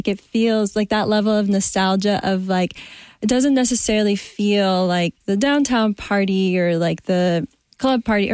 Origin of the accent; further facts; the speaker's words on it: Nashville, Tennessee, United States; My family's from Mexico, and I grew up here in Nashville